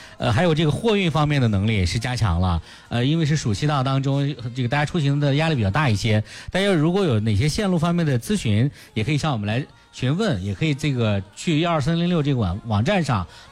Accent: Beijing, China; 我们北京这边的景区都是以大著称啊

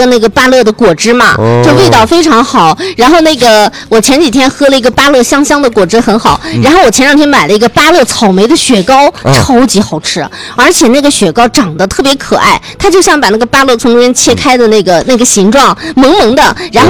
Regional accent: Xinjiang, China; 以前我小时候住在设计院，就光明路那个设计院

